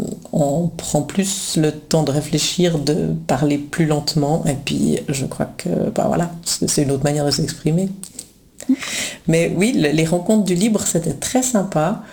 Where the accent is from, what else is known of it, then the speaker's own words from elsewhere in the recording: Winterthur, Zurich, Switzerland; born there; Absolument, je suis née à Winterthur, qui est une ville de Suisse allemande où mes parents habitaient parce que mon père travaillait là-bas